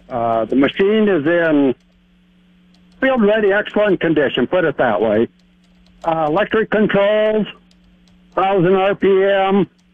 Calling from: Springfield, South Dakota, United States; First Springfield, South Dakota.

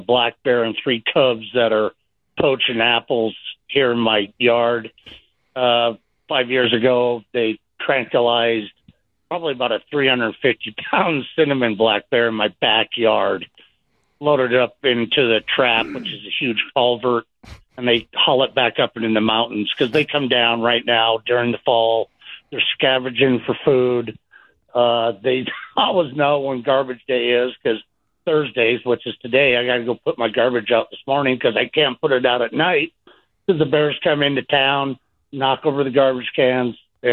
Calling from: Bozeman, Montana, United States; So I live in Bozeman, Montana. We have bears cruising through my neighborhood all the time.

